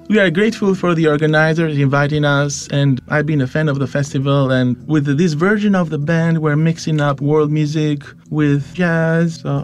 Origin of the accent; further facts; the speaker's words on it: Albania; moved away; Yeah, so I am originally from Albania